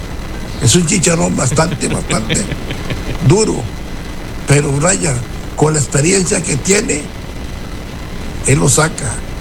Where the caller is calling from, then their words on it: Costa Rica; No digamos que somos de la liga, que somos de Zapriza, no, somos Costa Rica.